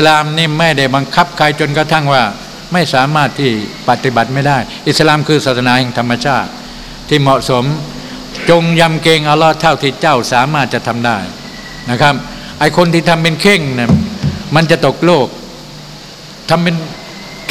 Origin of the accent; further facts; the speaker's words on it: Chachoengsao, Thailand; also born or lived in Bangkok; ผมเป็นคนฉะเชิงเทราไม่มีเลือดใต้เลือดอะไรทั้งสิ้นนะฮะแต่ว่าไอ้ต้นตระกูลมาจากไหนผมไม่รู้